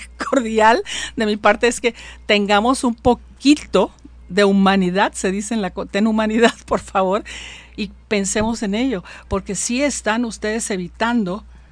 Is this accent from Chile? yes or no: no; Mexico; Yo soy una mexicana que fruto vendía